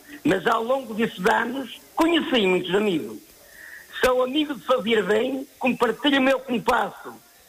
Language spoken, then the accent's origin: Portuguese; Castelo de Neiva, Viana do Castelo, Portugal; now in São Bartolomeu do Mar, Portugal; É Castelo de Neiva, minha terra natal.